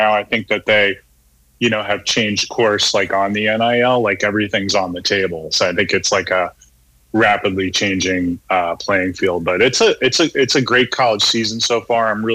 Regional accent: Northeast, United States; Like I grew up in the Northeast and I went to school down in the SEC

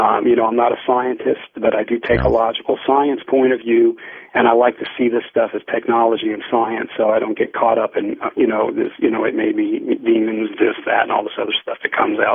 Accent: United States; because I'm an American.

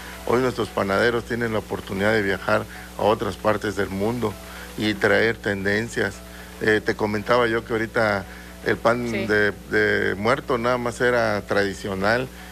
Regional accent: Campeche, Mexico; representando al gremio de Campeche, en este caso como delegado que soy de aquí de Campeche.

